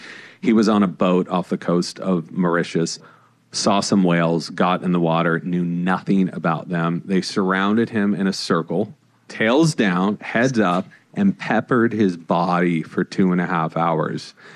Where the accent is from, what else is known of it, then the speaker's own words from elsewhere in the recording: California, United States; And I grew up in Orange County.